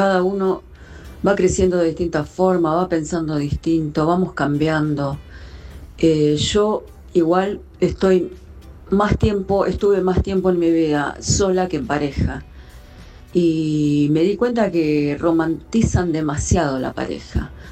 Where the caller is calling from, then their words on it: Tablada, Buenos Aires Province, Argentina; de Tablada.